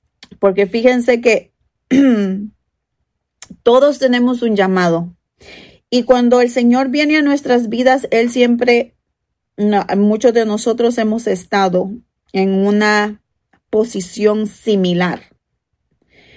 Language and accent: Spanish; El Salvador; moved away; yo que soy salvadoreña